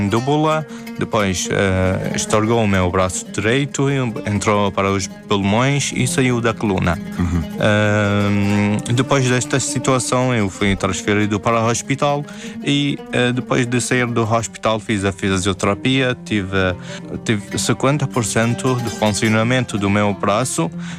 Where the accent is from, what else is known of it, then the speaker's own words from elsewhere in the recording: Iraq; Portuguese is a second language; moved away; Eu saí do Iraque por causa das duas situações que aconteceram na minha vida e na vida da minha família.